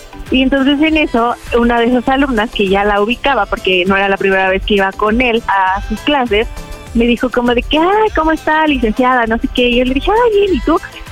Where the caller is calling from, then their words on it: Iguala, Guerrero, Mexico; Claro, soy de aquí, del estado, hermoso estado de Guerrero, de Iguala.